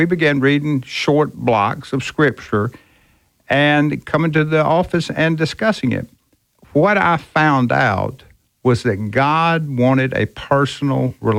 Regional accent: Harrisburg, Arkansas, United States; also born or lived in Memphis; But no, I grew up in a small town in Arkansas, northeast Arkansas, called Harrisburg. Out in the country, country boy, grew up, was raised in church all my life

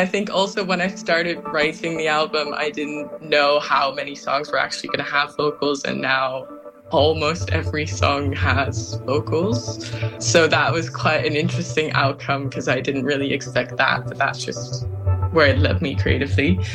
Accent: Amsterdam, North Holland, Netherlands; Yeah, it's funny because I grew up in Amsterdam

